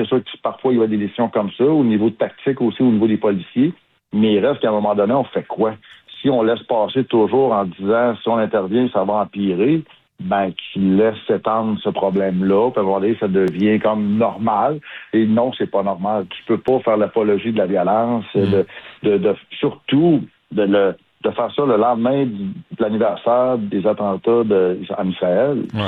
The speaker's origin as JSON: {"language": "French", "town": "Quebec City", "region": "Quebec", "country": "Canada", "said": "moi je viens de Québec, puis Québec, ça a toujours été tranquille."}